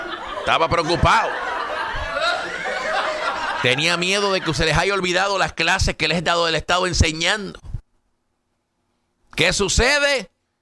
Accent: Caguas, Puerto Rico; como dicen allá en mi pueblo, en Caguas, Puerto Rico, van a seguir estirando el chicle

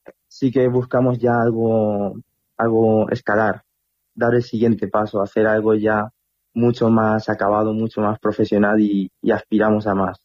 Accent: Tomelloso, Castilla-La Mancha, Spain; Tenemos uno en Tomelloso, en mi pueblo

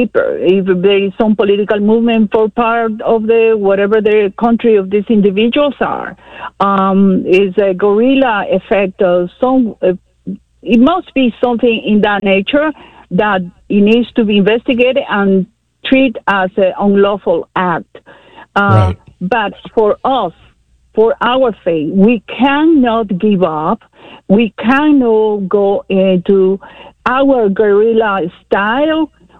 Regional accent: United States; So thank goodness I'm American in a very civilized neighborhood.

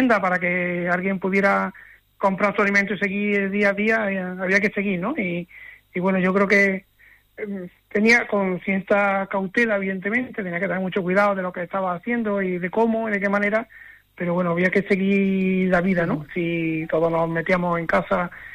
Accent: Pedroche, Andalusia, Spain; now in Córdoba, Spain; Yo siempre he dicho que este es mi pueblo

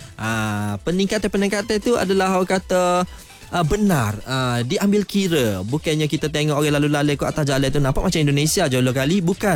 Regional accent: Kelantan, Malaysia; Dan kita sebagai orang Kelantan

